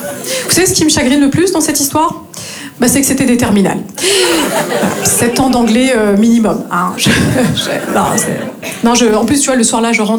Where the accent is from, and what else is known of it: Grand Est, France; moved away as an adult; now in Marseille, France